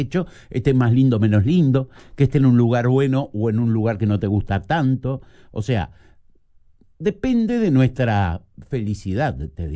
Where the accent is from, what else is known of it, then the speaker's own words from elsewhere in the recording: Uruguay; cualquier uruguayo